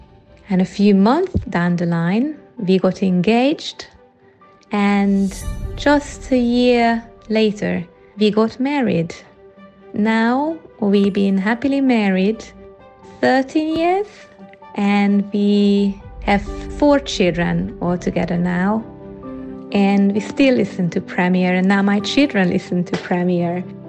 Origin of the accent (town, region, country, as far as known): Hungary; English is a second language; moved away as an adult; now in London, United Kingdom